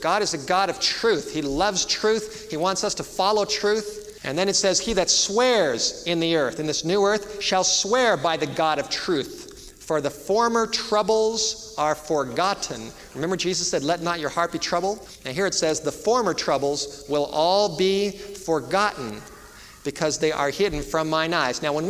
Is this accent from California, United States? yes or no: yes; Los Angeles, California, United States; I grew up in the Hollywood Hills and I never had a garden until I moved to North Dakota